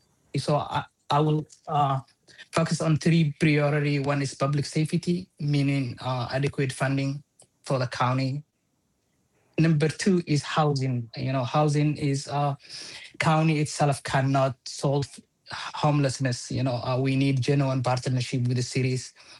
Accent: Mogadishu, Banadir, Somalia; moved away as an adult; also born or lived in Lahore, Pakistan; now in St. Louis Park, United States; I was born and raised in Mogadishu, Somalia. I left to pursue my education in Pakistan, Lahore. Then 2014, I migrated to United States.

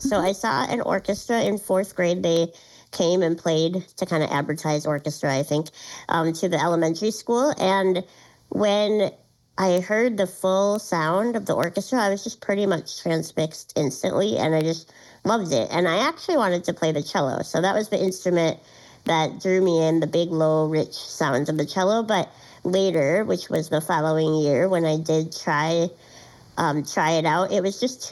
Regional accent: Duluth, Minnesota, United States; I was raised in Duluth, Minnesota, and I still call that town home. I really love it up here.

